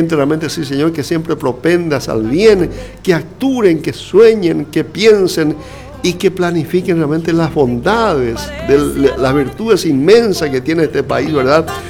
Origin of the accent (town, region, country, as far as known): Paraguay